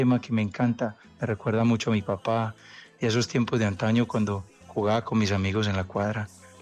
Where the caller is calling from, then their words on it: Envigado, Antioquia, Colombia; Hoy mi barrio es La Pradera, aquí muy cerca al Hospital de Envigado.